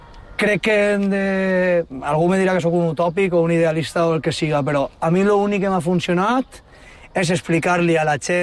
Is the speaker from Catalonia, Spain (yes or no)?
no; Valencian Community, Spain; accent: Valencian; first language Valencian; De que jo no concebís la meva vida si no la fera en valencià.